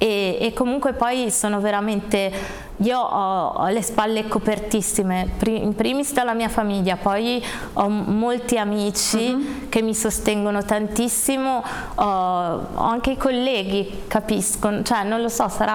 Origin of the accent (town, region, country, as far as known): Genoa, Liguria, Italy